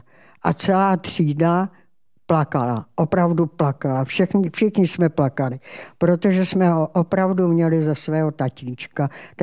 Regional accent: Plzeň, Plzeň Region, Czechia; jako dítě jsem se narodila v Plzni

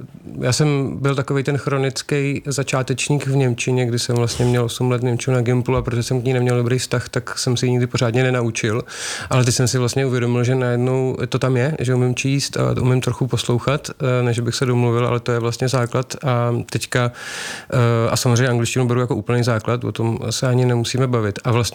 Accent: Úsilné, South Bohemian Region, Czechia; moved away as an adult; also born or lived in Prague / Plzeň; já jsem odsaď z Budějic, já jsem z Úsilného vesničky, nedaleko Budějovic, kde můj tatínek je starostou vlastně od revoluce, a já jsem tady chodil na základku a na gympl

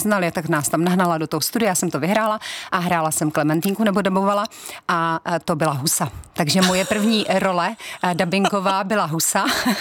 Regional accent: Brno, South Moravian Region, Czechia; já jsu rodačka z Brna. A ráda to říkám i s tím su.

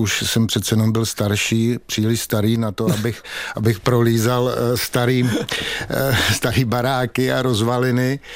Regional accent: Prague, Czechia; Já když jsem byl kluk a vyrůstal jsem v Praze na Starém Městě, tak jsem s kamarády, ze spolužáky ze základní školy jsme chodili na Petřín.

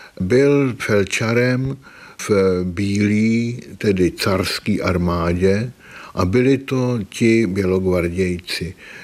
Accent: Prague, Czechia; born there; Narodil jsem se v Praze, bydleli jsme na Staroměstském náměstí ve velkém bytě.

